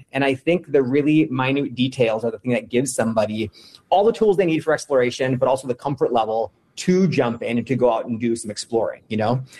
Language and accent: English; Wisconsin, United States; I grew up in Wisconsin. And I come from a family that loves spending time outdoors.